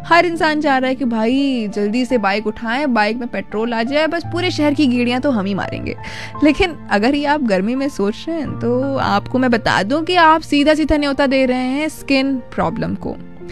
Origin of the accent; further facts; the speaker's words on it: Uttar Pradesh, India; अब भाई देखिए, हम उत्तर प्रदेश से हैं, उत्तर प्रदेश की बहुत सारी खासियत है